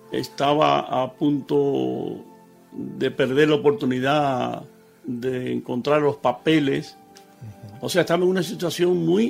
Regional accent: Cuba; now in Barcelona, Spain; Y precisamente cuando yo salí de Cuba, ella se quedó allá

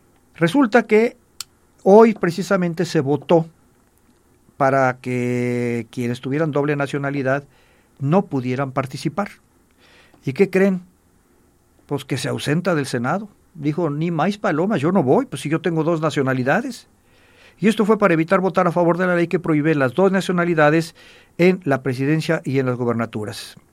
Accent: Mexico City, Mexico; born there; moved away; Aquí vivo feliz a todas margaritas. Pero soy de la Ciudad de México y aquí guarda en mi corazoncito un cachito de smog de por allá.

